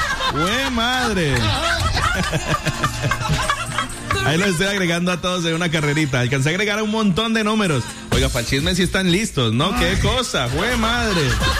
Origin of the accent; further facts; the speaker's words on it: Colombia; Oye, llegan tarde, pero a todo como buen colombiano, ¿no?